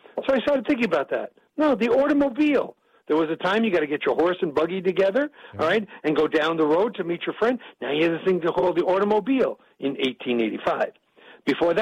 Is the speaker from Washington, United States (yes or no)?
no; New York, United States; I talk fast. I'm from New York, so I can do this.